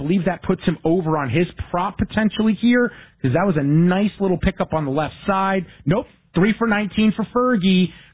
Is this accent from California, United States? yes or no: no; New York, United States; I grew up in New York in the 90s, early 2000s. My entire elementary school and high school filled with Dallas Cowboys fans. We live 45 minutes from Giant Stadium.